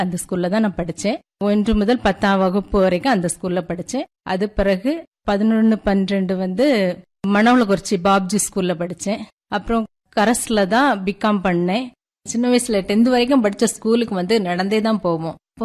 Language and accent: Tamil; Kattuvilai, Tamil Nadu, India; நான் பிறந்த ஊர் காட்டுவிளை, வெள்ளிச்சந்தை அருகே இருக்கக்கூடிய காட்டுவிளை.